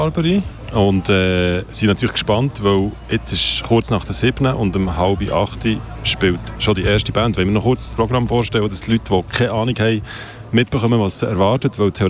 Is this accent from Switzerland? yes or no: yes; Bern, Switzerland; ich als Berner komme auf Bio an ein Festival